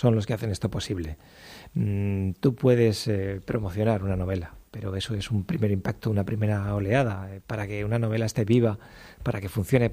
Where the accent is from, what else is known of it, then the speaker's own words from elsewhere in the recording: La Rioja, Spain; also born or lived in Zaragoza; now in San Sebastián, Spain; Yo vengo de un pueblecito de La Rioja